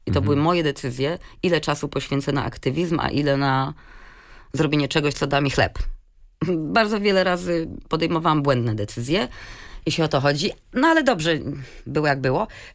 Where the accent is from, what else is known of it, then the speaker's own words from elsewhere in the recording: Poznań, Greater Poland Voivodeship, Poland; now in Berlin, Germany; pochodzę z Poznania, u nas w Poznaniu